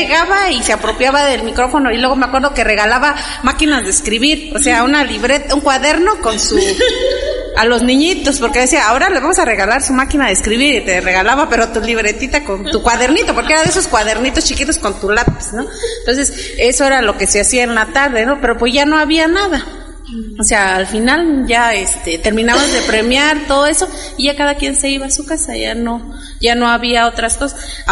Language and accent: Spanish; Mexico; Porque necesitamos ver realmente qué es el significado que tiene el 15 de septiembre como mexicanos